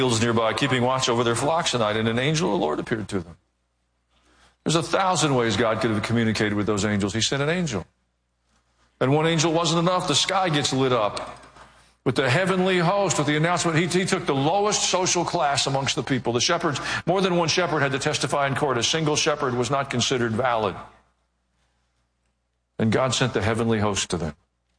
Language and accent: English; the South, United States; but I was raised in the South, and I was afraid if I said to her what I thought that my mother would materialize and I would be in trouble.